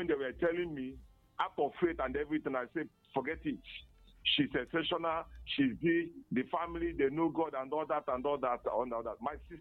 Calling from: Nigeria; I'm from Kano West. I'm from Apugo.

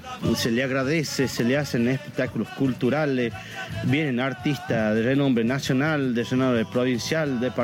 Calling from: La Rioja, Argentina; Lo lindo que tenemos en esta zona, en este departamento, que es el departamento de Arauco.

